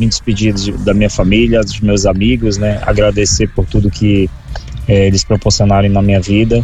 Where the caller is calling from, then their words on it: Campo Maior, Piauí, Brazil; eu sou de Campo Maior, no Piauí, capital mundial da carne de sol.